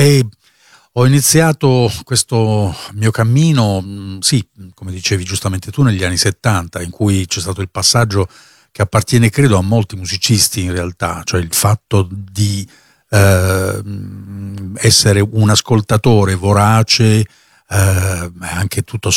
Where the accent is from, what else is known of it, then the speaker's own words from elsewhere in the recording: Bari, Apulia, Italy; sono un musicista del sud, vengo dalla Puglia